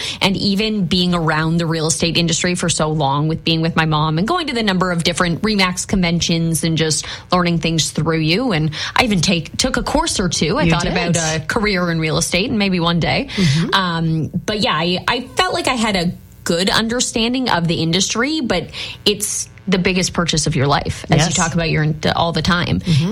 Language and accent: English; Kingston, Ontario, Canada; moved away as an adult; now in Moose Jaw, Canada; So I am actually from Kingston, Ontario.